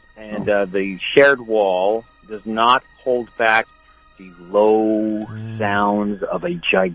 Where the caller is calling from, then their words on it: San Luis Obispo, California, United States; I'm calling from San Luis Obispo, California.